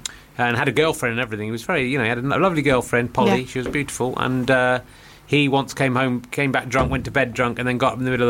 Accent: Wales, United Kingdom; I am Welsh.

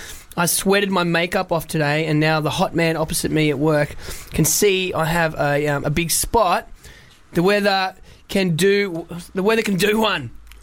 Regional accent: Australia; I've always been a massive Liverpool fan, and we see even growing up in Australia

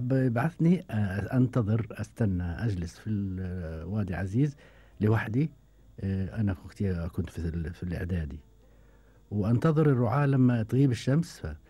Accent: Taffuh, Hebron Governorate, Palestine; تفوح قريتي، الآن أصبحت مدينة كما قلت

